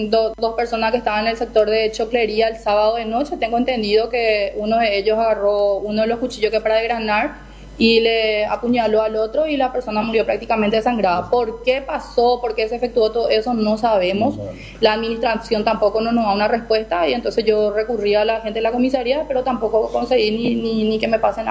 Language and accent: Spanish; Paraguay; Somos paraguayos, queremos trabajar.